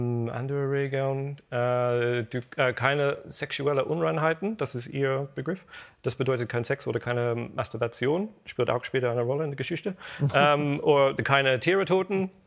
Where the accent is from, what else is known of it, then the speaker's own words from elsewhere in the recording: United Kingdom; German is a second language; moved away; Ich bin Brite, ja.